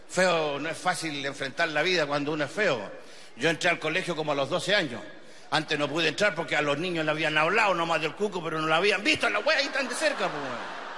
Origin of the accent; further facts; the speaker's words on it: Patagonia, Argentina; yo soy de allá de la Patagonia, donde hace tanto frío, la temperatura en el frío baja a los 10 grados bajo cero